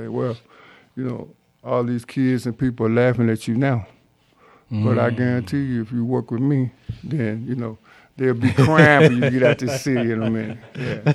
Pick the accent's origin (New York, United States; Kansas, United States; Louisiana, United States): Louisiana, United States; Monroe; I grew up in the toughest part of Monroe, Louisiana. Mm-hmm. So I'm from Louisiana.